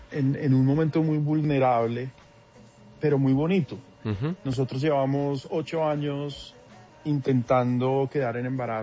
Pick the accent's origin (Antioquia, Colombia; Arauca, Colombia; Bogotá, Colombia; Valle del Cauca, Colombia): Bogotá, Colombia; now in Houston, United States; Yo soy rolo de papá barranquillero